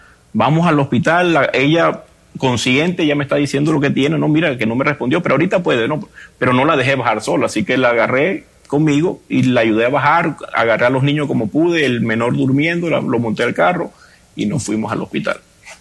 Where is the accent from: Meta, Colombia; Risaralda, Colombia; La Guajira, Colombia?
La Guajira, Colombia; De la Guajira colombiana.